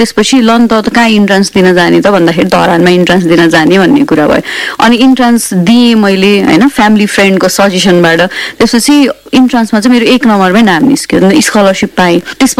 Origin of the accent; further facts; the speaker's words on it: Kathmandu, Bagmati, Nepal; also born or lived in Jhapa; So जन्म चाहिँ त्यहाँ भयो, तर अब मेरो सम्पूर्ण म हुर्किने, मैले पढ्ने एभ्रिथिङ यतै काठमाडौँमै भएको हो।